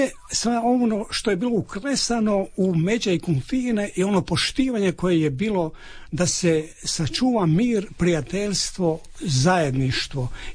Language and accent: Croatian; Rapavel, Istria County, Croatia; born there; now in Poreč, Croatia; Ja rođen sam u Rapavelu i uvijek se vraćam u Rapavelu, ali sa obitelji živim u Poreču već 38 godina će biti